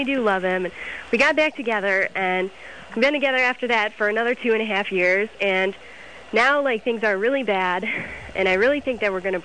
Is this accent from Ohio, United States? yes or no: yes; Ohio, United States; now in Phoenix, United States; No, I'm from